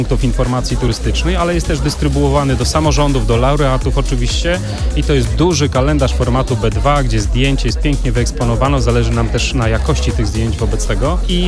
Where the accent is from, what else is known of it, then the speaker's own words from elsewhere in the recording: Masovian Voivodeship, Poland; Cały czas jesteśmy dumni z tego, że jesteśmy z Mazowsza